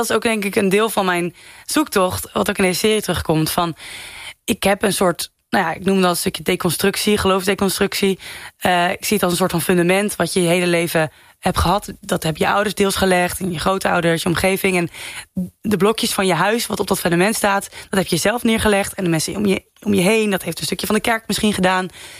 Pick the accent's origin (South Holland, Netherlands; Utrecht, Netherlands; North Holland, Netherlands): Utrecht, Netherlands; Veenendaal; also born or lived in Ede; Er is heel veel meer dan Ede en Veenendaal waar ik vandaan kom.